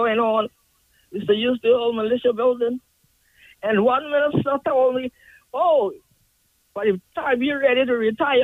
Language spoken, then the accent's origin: English; England, United Kingdom; moved away as an adult; Well, it was great because I came from England and they put me at the high school because I was the first physical education female teacher.